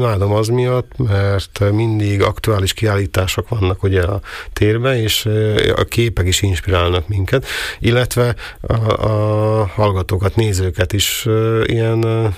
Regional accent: Veľký Meder, Trnava Region, Slovakia; én Nagymegyeren nevelkedtem.

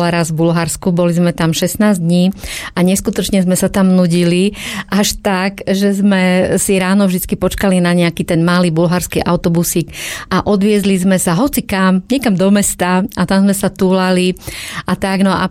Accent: Bystrička, Žilina Region, Slovakia; ja som z Bystričky pri Martine

